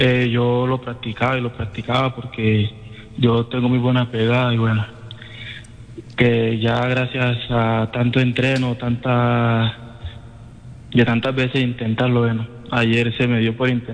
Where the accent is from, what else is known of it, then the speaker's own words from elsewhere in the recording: Apartadó, Antioquia, Colombia; Yo soy de Apartado, Antioquia.